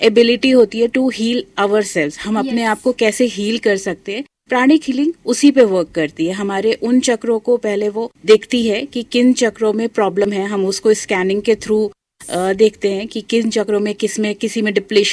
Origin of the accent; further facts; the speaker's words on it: Mankapur, Uttar Pradesh, India; moved away as an adult; also born or lived in Prayagraj / Lucknow; now in Pune, India; अयोध्या के पास ITI मनकापुर एक campus है, इंडियन टेलीफोन इंडस्ट्री, मेरी स्कूलिंग वहीं से हुई है और ग्रेजुएशन भी मैंने वहाँ से किया है। उसके बाद MBA के लिए मैं लखनऊ में आ गई, और उसके बाद आफ्टर मैरिज मैं पुणे में सेटल्ड हूँ।